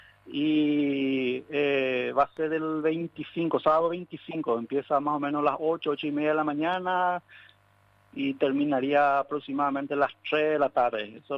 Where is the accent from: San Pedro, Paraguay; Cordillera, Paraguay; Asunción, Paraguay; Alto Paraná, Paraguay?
Cordillera, Paraguay; Caraguatay; Tenemos tres expresidentes acá de Caraguatay.